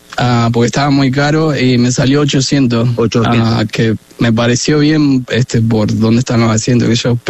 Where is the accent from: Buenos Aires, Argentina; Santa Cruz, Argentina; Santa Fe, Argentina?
Buenos Aires, Argentina; moved away as an adult